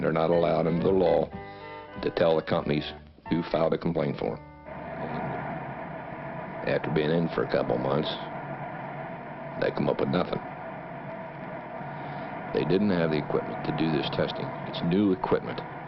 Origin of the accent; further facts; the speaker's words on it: Carmel, United States; born there; I was born in Carmel 30th of January, 37. My dad, he was all born and raised in Carmel.